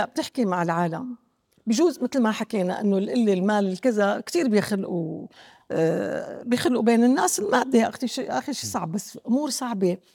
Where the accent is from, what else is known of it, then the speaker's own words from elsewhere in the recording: Syria; رجعت الفرحة لقلبنا انه نحن سوريين.